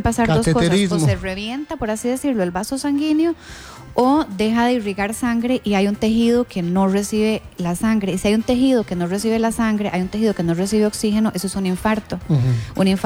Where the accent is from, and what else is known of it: Costa Rica